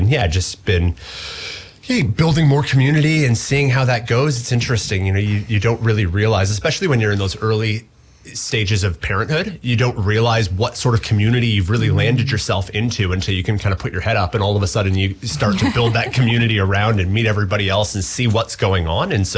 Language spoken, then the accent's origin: English; Canada; moved away as an adult; now in Taranaki, New Zealand; So I am originally from Canada. Always assume Canadian.